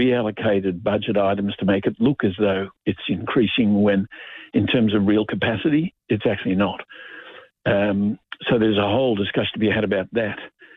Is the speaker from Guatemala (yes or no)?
no; Australia; As an Australian, you want to understand where we're at, read the report from the ANU.